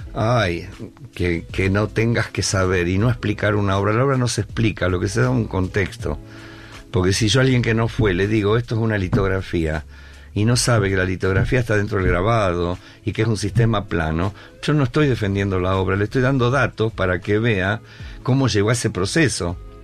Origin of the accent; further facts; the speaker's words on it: Rosario, Santa Fe, Argentina; Nosotros decimos somos rosarinos.